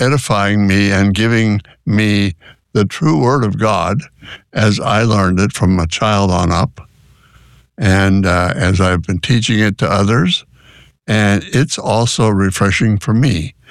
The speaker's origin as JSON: {"language": "English", "region": "Illinois", "country": "United States", "tie": "born or raised there", "moved": "yes", "lives_now": "South County, St. Louis, United States", "said": "I'm living here in South County. I grew up in Illinois, and this is my home now."}